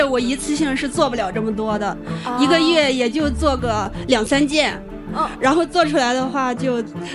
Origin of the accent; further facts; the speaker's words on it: Dezhou, Shandong, China; 我是山东德州的。